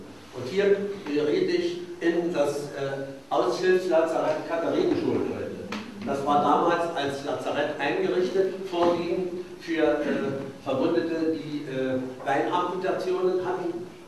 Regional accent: Königsberg, Kaliningrad Oblast, Russia; Ich hatte 1943 in Königsberg, meiner Heimatstadt, das Abitur gemacht, war auch noch an der Albertina-Universität meiner Stadt eingeschrieben

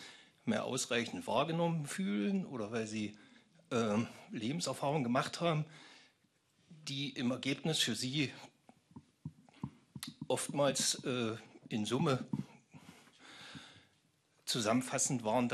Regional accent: Wernigerode, Saxony-Anhalt, Germany; also born or lived in Magdeburg; Ich bin viele Jahre, oder ich bin in Wernigerode-Blankenburg aufgewachsen, war viele Jahre in Magdeburg zu Hause und bin jetzt wieder zurück.

